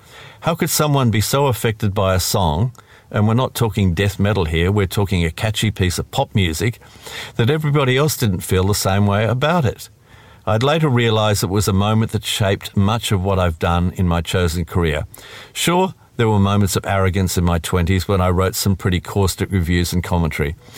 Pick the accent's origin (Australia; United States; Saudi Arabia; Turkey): Australia; Launceston, Tasmania; born or raised there